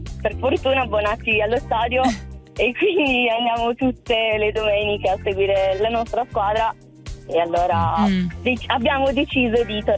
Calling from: Turin, Piedmont, Italy; io sono di Torino e stiamo tornando dalla Puglia.

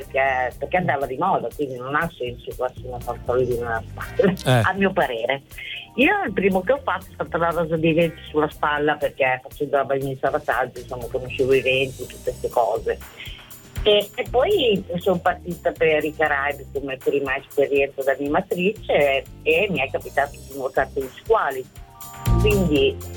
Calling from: Ravenna, Emilia-Romagna, Italy; Sono di Ravenna.

